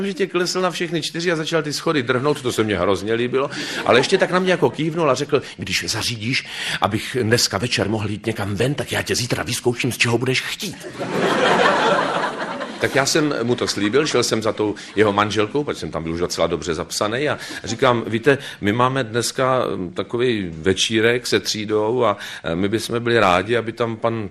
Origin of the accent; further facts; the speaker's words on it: Třebíč, Vysočina Region, Czechia; also born or lived in Brno; now in Prague, Czechia; že jsem přijel z Prahy kvůli tomu, abych si já, Třebíčák, s vámi povyprávil o Brně. Ale za chvilku pochopíte, že to tak úplně absurdní není. Já jsem tady v Brně přece strávil 25 let